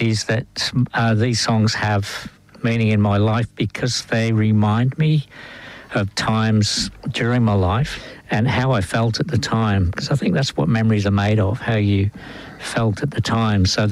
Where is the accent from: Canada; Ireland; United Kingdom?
United Kingdom; North East England; also born or lived in Yorkshire; I was born a Geordie, but lived in Yorkshire, and so I'm from the northeast of England. Proud to have sort of my roots there.